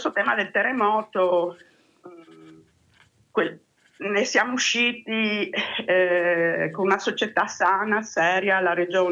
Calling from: Friuli-Venezia Giulia, Italy; io sono del Friuli Venezia Giulia

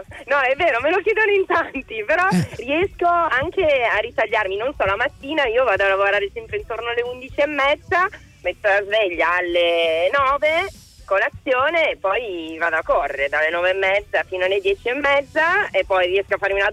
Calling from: Turin, Piedmont, Italy; Sono di Torino

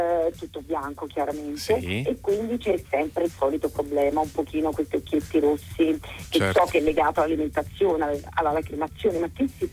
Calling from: Naples, Campania, Italy; Io, sai, essendo napoletana

